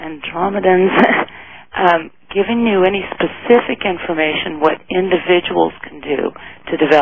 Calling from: California, United States; I'm calling from Northern California

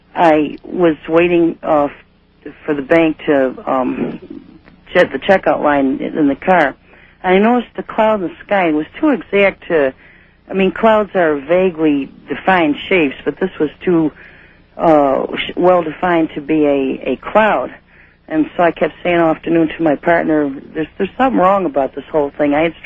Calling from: Buffalo, New York, United States; from nearby Buffalo, New York.

